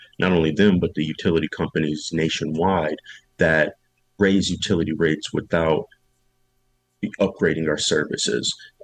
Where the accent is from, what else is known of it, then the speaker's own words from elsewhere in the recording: Battle Creek, Michigan, United States; You know, I'm from Battle Creek. I am Nattawa Sippy here in Banda Potawatomi. My people have been in Southwest Michigan since before Michigan was Michigan.